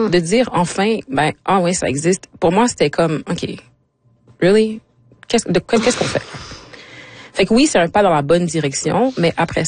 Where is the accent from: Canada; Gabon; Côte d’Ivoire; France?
Canada; Quebec; born there; Je suis née au Québec. C'est ma maison, c'est mon pays.